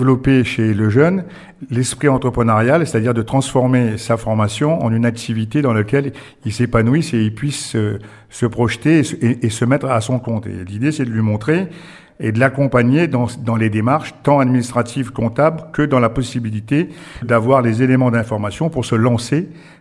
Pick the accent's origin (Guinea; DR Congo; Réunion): Réunion; moved away as an adult; now in New Caledonia; Et j'arrive de l'île de la Réunion. Je suis réunionnais moi-même.